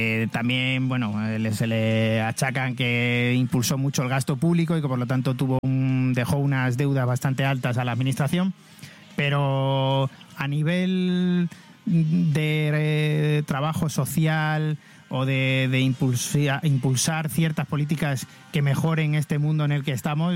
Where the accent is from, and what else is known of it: Spain